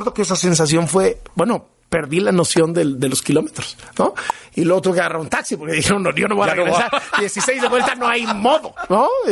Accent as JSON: {"language": "Spanish", "town": "Mérida", "region": "Yucatán", "country": "Mexico", "tie": "born there", "said": "a mi tierra, Mérida."}